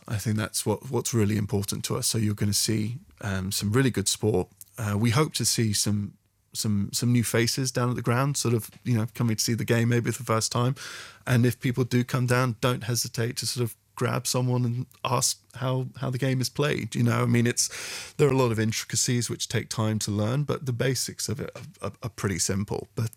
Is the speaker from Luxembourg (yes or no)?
yes; Luxembourg; moved away as an adult; also born or lived in United Kingdom; I grew up in Luxembourg, and when I went to university in the UK